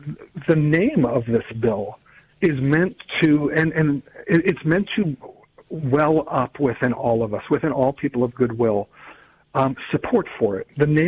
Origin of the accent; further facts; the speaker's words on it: Virginia, United States; born or raised there